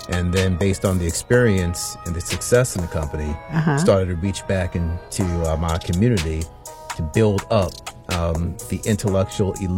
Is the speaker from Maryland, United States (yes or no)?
yes; Baltimore, Maryland, United States; So born and raised in Baltimore, 33rd Street in the Alameda, and then Ashburton as well.